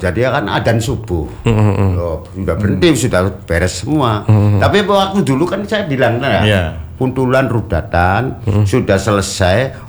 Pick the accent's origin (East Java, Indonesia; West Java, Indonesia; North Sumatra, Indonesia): West Java, Indonesia; Cirebon; dalam cara kita wong Cirebon